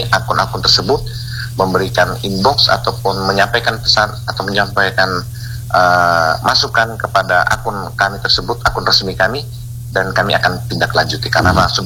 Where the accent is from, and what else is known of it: Ende, East Nusa Tenggara, Indonesia